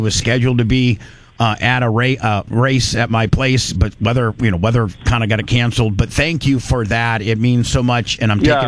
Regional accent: Indiana, United States; moved away; I grew up in Indiana

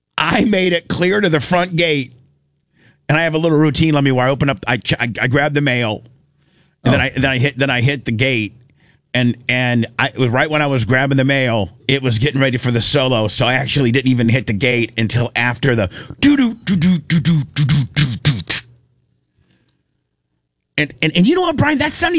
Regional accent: Indiana, United States; I grew up in Indiana, and I heard about it.

